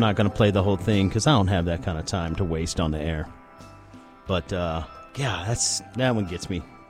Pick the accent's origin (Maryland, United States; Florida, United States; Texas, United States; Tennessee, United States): Tennessee, United States; Memphis; my hometown, Memphis, Tennessee.